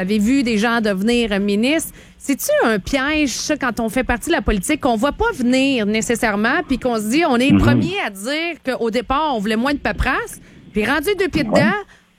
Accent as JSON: {"language": "French", "region": "Quebec", "country": "Canada", "said": "en tant que Québécois aussi"}